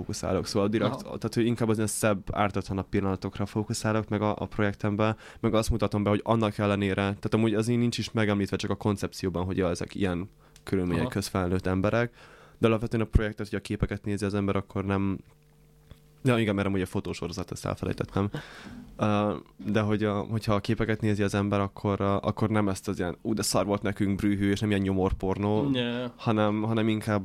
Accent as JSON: {"language": "Hungarian", "country": "Romania", "moved": "yes", "lives_now": "Hungary", "said": "otthon Romániában"}